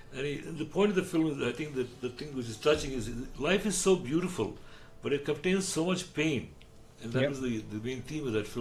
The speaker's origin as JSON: {"language": "English", "town": "Hyderabad", "region": "Telangana", "country": "India", "tie": "born or raised there", "said": "I went to this really rotten school in Vidyanagar neighborhood in Hyderabad, near Ramnagar Gundu."}